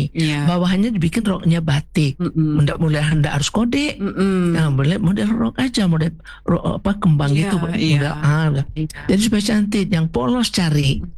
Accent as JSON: {"language": "Indonesian", "region": "West Sumatra", "country": "Indonesia", "said": "Kalau kita Minang gak pakai batik di bawah."}